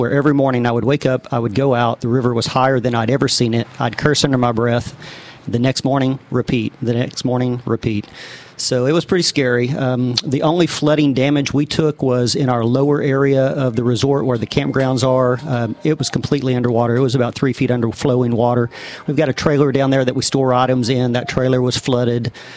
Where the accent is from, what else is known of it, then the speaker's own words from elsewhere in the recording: Texas, United States; moved away as an adult; now in Benzonia, United States; We're from Texas originally.